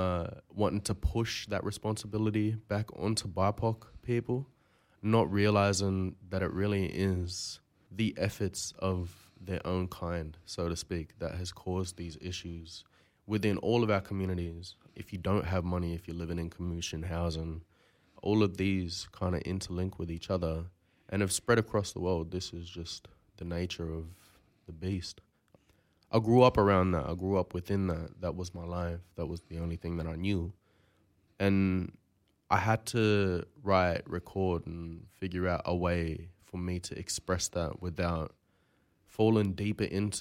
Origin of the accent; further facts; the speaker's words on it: Moree, New South Wales, Australia; now in Melbourne, Australia; Gamilaroi, so Big Gamilaroi, Dungari and Gumbangir. I'm from Moree, that's where I was born at, that's my home country. And living currently down like North Side Way